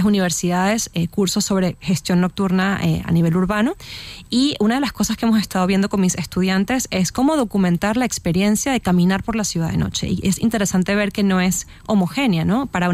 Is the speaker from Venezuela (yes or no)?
yes; Caracas, Capital District, Venezuela; yo soy de Venezuela y en Venezuela empecé a estudiar la importancia de la noche como espacio para socializar, ¿no? Habiendo crecido en Caracas